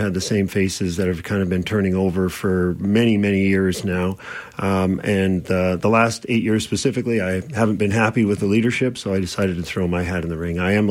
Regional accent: Surrey, British Columbia, Canada; I was born in Surrey, born and raised in Surrey, actually, and I also raised my family here as well. I've got a wife and two daughters, and I'm the son of immigrants from the Netherlands, going back to the 50s and 60s.

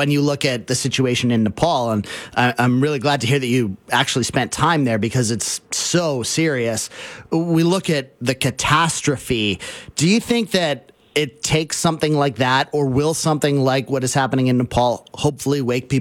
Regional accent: British Columbia, Canada; On many issues as British Columbians, we may be divided and we need someone who will bring more of us together.

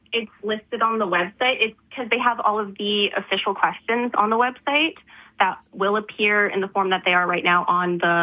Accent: Calgary, Alberta, Canada; growing up in Calgary for pretty much my entire life

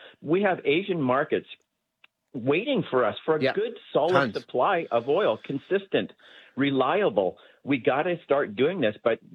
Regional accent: British Columbia, Canada; I'm telling you, as a British Columbian, I would use my tax dollars to support a pipeline.

